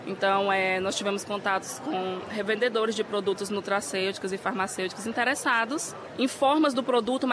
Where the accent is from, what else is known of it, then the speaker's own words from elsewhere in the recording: Maranhão, Brazil; eu venho da região nordeste do Brasil, do Maranhão. Nós somos de uma comunidade de mulheres.